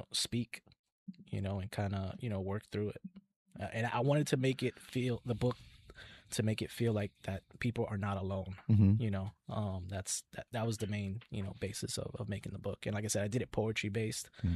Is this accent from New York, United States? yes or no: yes; New York City, New York, United States; I grew up in the Bronx